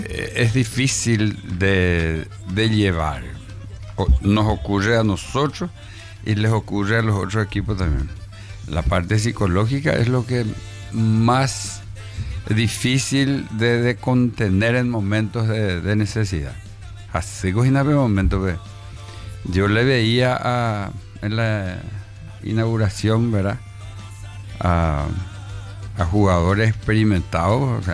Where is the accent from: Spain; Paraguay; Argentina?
Paraguay; Y de nosotros, ¿verdad? Ñandé ya yo hay que ver como paraguayo